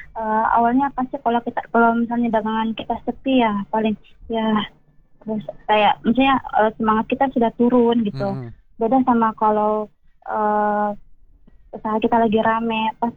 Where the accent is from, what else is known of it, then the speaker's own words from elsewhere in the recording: Sulawesi, Indonesia; moved away as an adult; now in Jakarta, Indonesia; Aku kan orang Sulawesi nih, Kak.